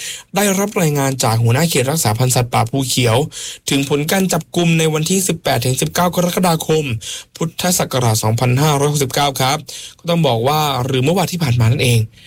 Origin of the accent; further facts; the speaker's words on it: Phuket, Thailand; ผมก็เป็นจังหวัดภูเก็ตของเรานี่แหละครับ